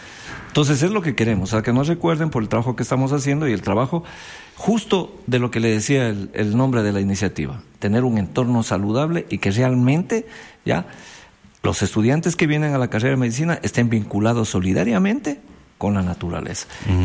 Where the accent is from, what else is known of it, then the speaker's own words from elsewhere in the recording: Loja, Ecuador; Yo soy lojano de Loja.